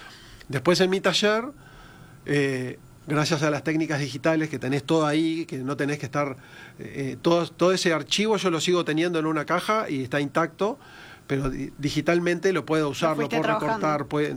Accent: Uruguay; Y nosotros como uruguayos tenemos eso de que nuestra identidad está muy relacionada con lo que es las olas migratorias, y todos venimos de algunas familias que vienen de otros lados.

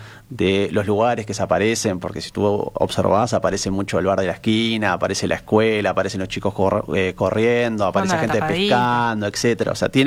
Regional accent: Uruguay; no estamos como uruguayos tan enamorados del ciclo de Bielsa y tan enamorados del ciclo de la selección

